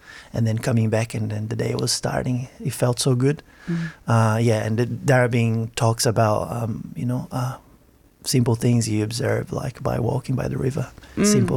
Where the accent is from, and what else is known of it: Brazil; born or raised there; now in Australia